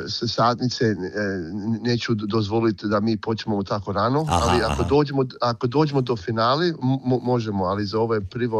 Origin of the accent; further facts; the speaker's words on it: New South Wales, Australia; ja sam rođen u Australiji